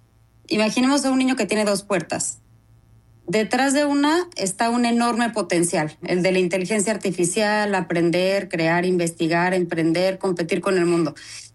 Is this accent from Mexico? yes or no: yes; Querétaro, Mexico; Soy orgullosamente queretana